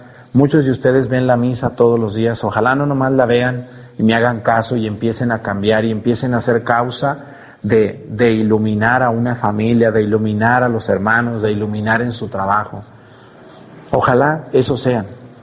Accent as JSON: {"language": "Spanish", "country": "Mexico", "said": "¿qué hacemos los mexicanos?"}